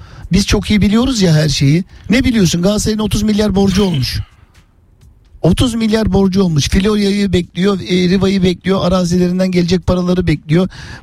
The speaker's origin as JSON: {"language": "Turkish", "region": "Istanbul", "country": "Turkey", "tie": "born or raised there", "said": "Doğma büyüme özbeöz Beşiktaş semtinin insanıyım."}